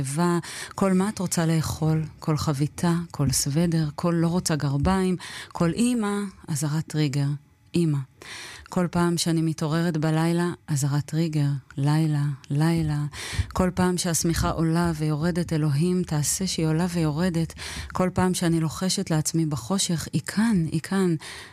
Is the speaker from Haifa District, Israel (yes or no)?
no; Tel Aviv, Tel Aviv District, Israel; שלומי כתל אביבית, הוא לא שלומה של בדודה שלי ובעלה שהם אלף ימים במילואים.